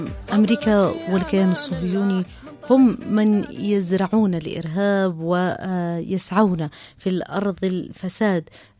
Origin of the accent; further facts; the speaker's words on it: Yemen; نتذكر جرائم العدوان السعودي الأمريكي المستمر على بلادنا اليمن منذ عام 2015